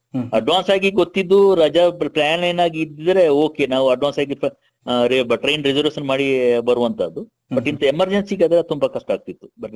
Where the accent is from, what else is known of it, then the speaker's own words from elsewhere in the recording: Kiggalu, Karnataka, India; moved away as an adult; ನಮ್ಮ ಊರು ಕಿಗ್ಗಾಲು